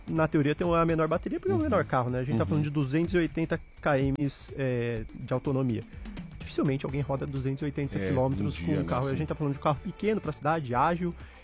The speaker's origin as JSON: {"language": "Portuguese", "region": "São Paulo", "country": "Brazil", "said": "eu sou do interior de São Paulo também, eu vou direto ali para Marília."}